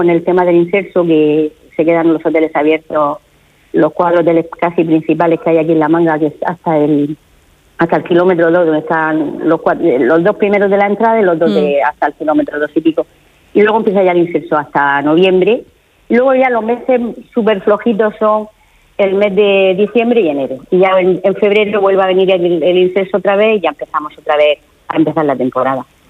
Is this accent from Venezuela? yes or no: no; Cartagena, Region of Murcia, Spain; somos cartageneros